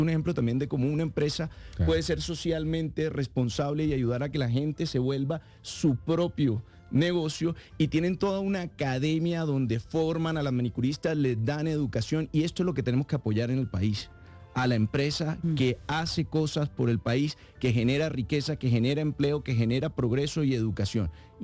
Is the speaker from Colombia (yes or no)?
yes; Colombia; Yo creo que deberíamos sentirnos como colombianos orgullosos de que existan empresas sí.